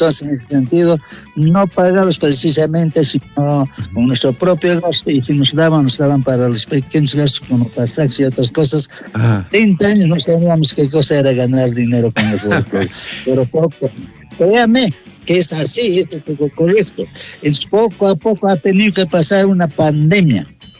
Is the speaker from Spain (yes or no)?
no; Peru; ¿por qué los peruanos tenemos que olvidar?